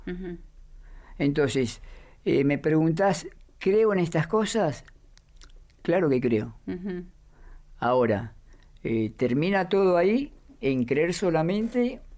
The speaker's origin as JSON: {"language": "Spanish", "region": "Buenos Aires", "country": "Argentina", "said": "Yo vengo de Buenos Aires. Mi papá, mis padres eran paraguayos, ya no viven."}